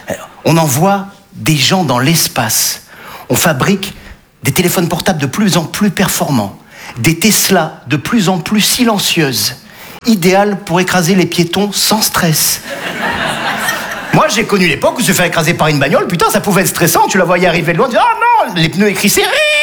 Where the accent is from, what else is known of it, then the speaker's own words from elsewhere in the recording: Nice, Provence-Alpes-Côte d'Azur, France; Eh ouais, je suis niçois, les amis. Ouais. Humoriste niçois.